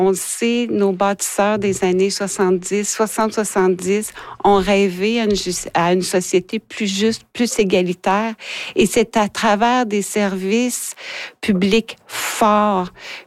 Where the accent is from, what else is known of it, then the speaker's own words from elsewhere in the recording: Ottawa, Ontario, Canada; moved away as an adult; now in Laverlochère-Angliers (Témiscamingue), Canada; Mais en fait, moi, je suis d'Ottawa. Je suis arrivée ici à l'âge de 24 ans. Donc, je suis arrivée en 94. Ça fait 33 ans que je suis à la Tulipe.